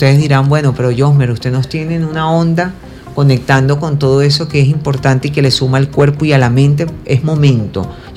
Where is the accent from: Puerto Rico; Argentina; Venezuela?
Venezuela; Somos guerreros, los venezolanos